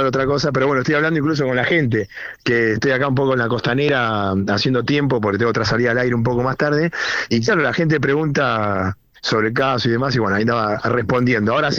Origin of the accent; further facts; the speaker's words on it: Buenos Aires, Argentina; yo soy de Lugano.